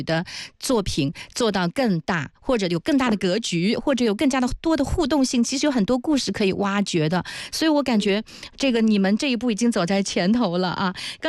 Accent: Shaoxing, Zhejiang, China; 因为我是绍兴人

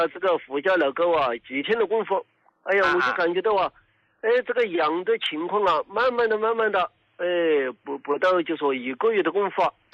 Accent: Sichuan, China; 胡老师，我是四川的一个听众。

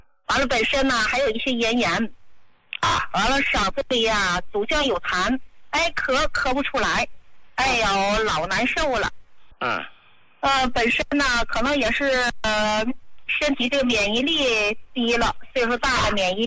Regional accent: Hebei, China; now in Beijing, China; 我今年呢60多岁了，我是河北人，现在呀是在北京给闺女带孩子呢。

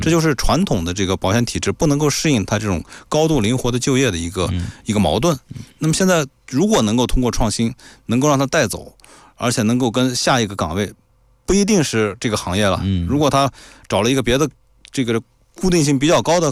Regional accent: China

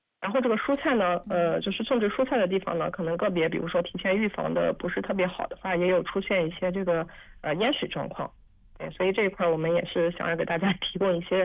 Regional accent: Anhui, China; 像我们安徽这边的话

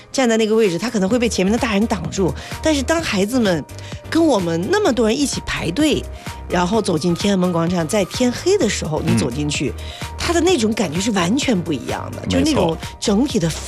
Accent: Beijing, China; 我们北京人

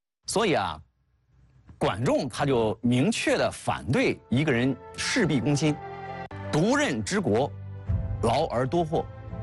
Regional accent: China

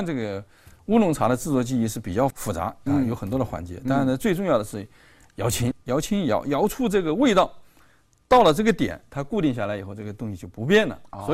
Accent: Fujian, China; 像我们闽南人是吧？

